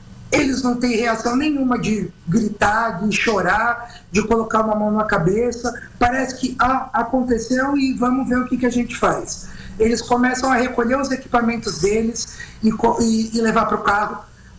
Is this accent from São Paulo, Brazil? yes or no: yes; São Paulo, Brazil; Eu sou do litoral, aqui da Baixada.